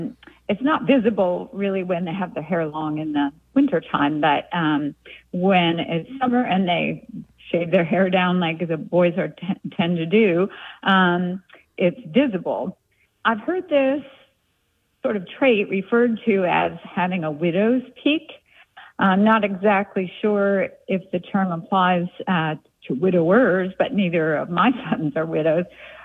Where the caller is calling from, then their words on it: Kilmarnock, Virginia, United States; I'm calling from Kilmarnock, Virginia.